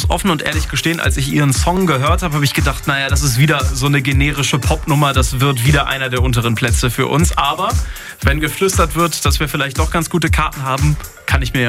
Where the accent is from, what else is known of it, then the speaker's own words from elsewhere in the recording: Germany; Wie stehen denn unsere Chancen als Deutsche?